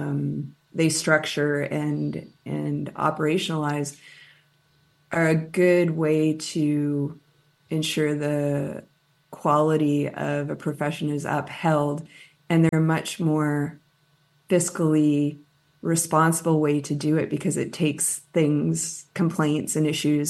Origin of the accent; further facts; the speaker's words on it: Fredericton, New Brunswick, Canada; my hometown of Fredericton